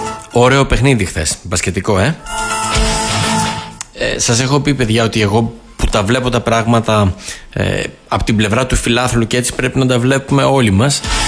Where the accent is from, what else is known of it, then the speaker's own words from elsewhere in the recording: Greece; σαν ένας φίλαθλος, σαν ένας Έλληνας